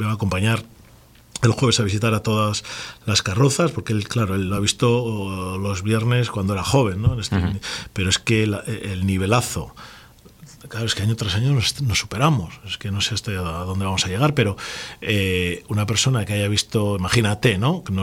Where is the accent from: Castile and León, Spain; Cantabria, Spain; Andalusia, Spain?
Cantabria, Spain; Laredo; El 99,9% de los laredanos somos gente de bien